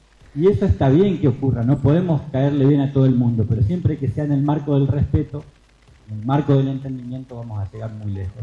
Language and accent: Spanish; Junín de los Andes, Neuquén, Argentina; Soy un vecino de Junín de los Andes, me crié en el barrio Primeros Pobladores, vecino con Andrés.